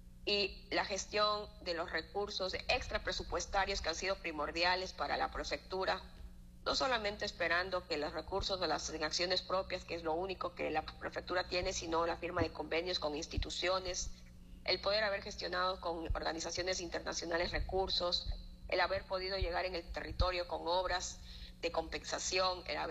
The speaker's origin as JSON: {"language": "Spanish", "town": "La Troncal", "region": "Cañar", "country": "Ecuador", "said": "en ese cantón, en mi tierra, La Troncal"}